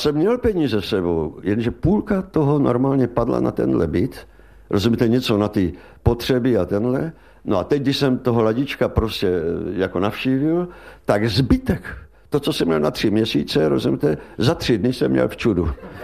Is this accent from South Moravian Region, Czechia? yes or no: yes; Brno, South Moravian Region, Czechia; pane řediteli … z Brna a rád bych k vám strašně do angažmá